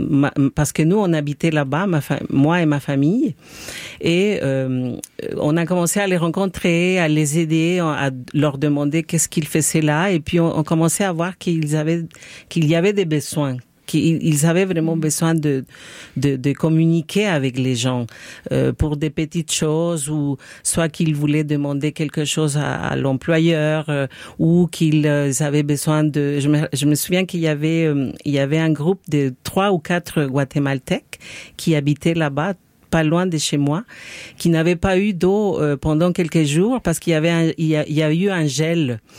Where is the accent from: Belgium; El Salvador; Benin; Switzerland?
El Salvador; moved away as an adult; also born or lived in France; now in Montreal, Canada; je viens du Salvador, oui. Ça fait très, très longtemps que j'ai quitté mon pays à cause de la guerre qui a vécu mon pays dans les années 70 et 80. Donc, j'ai quitté mon pays à l'âge de 18 ans. Je suis partie parce que c'était pas tellement sécuritaire. J'ai vécu en France quelques années aussi